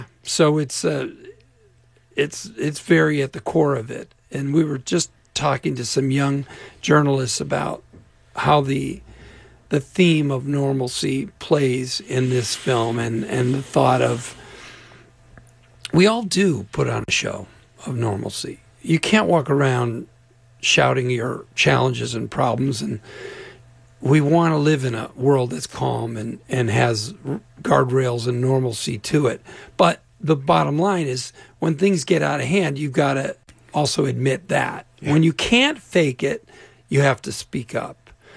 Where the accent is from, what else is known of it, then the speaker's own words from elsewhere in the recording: Naperville, Illinois, United States; Yeah, I'm from Chicago. I'm from Naperville